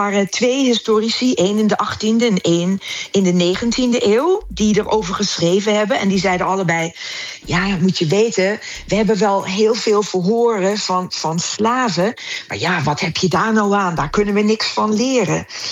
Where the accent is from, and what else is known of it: Netherlands